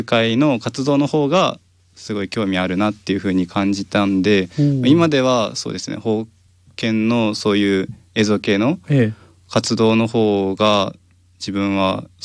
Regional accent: Fukuoka, Japan; also born or lived in Oita / Okinawa; 私が両親がもともと沖縄の人で、父親の方が転勤族で、なので生まれが大分で、中学校まで福岡で育って、高校の3年間は沖縄に引っ越して沖縄で過ごしてみたいな。

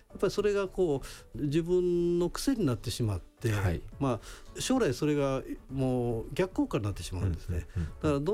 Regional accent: Hyogo, Japan; 例えば私は兵庫県ですけど、兵庫県で行くと

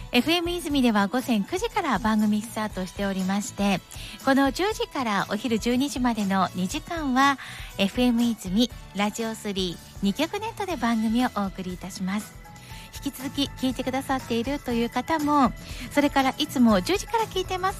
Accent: Yamagata, Japan; 私やっぱりあの地元山形 の、ね、あの名産ということもありますので

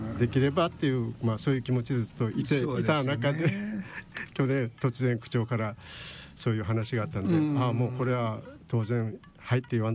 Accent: Amami, Kagoshima, Japan; moved away as an adult; now in Tebiro, Tatsugo, Japan; 自分がなせで育ってふるさとのイメージなかったんですね。

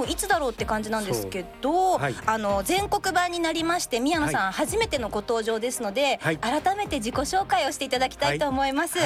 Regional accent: Sayama, Saitama, Japan; 私ももともと私も狭山市出身なので

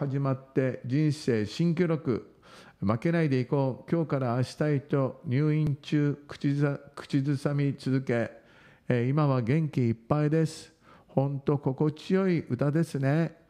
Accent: Okinawa, Japan; うち沖縄ならではのね、舞台公演でしたね。

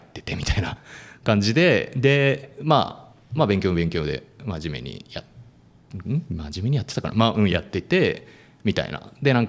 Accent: Tokyo, Japan; あ、出身は、東京ですね。

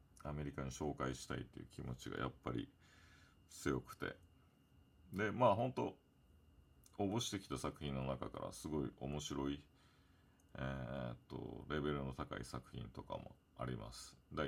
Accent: Okinawa, Japan; born or raised there; moved away

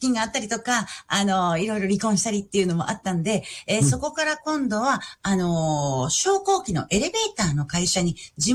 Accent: Yokohama, Kanagawa, Japan; 私もともとですね、まあ、横浜で生まれて育っております

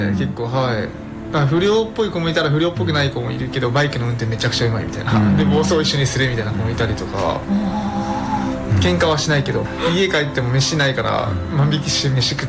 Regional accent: Nagoya, Aichi, Japan; 地元の名古屋の地下格闘技があってそれに出場してたんですよ。

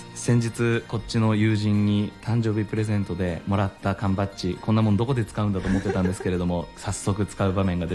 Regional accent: Hagi, Yamaguchi, Japan; moved away as an adult; now in Tokyo, Japan; 高校卒業とともに山口県を出て東京にもう20年以上おりますんで、山口県全体のことは実はそんなに詳しくはないんですけれども、山口県の萩市という山陰の田舎の出身なんですけれども

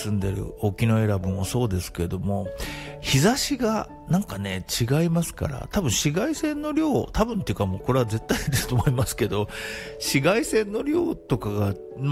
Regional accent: Chichibu, Saitama, Japan; now in Okinoerabu, Japan; 私は今、ふるさとの埼玉県の秩父に来ております。

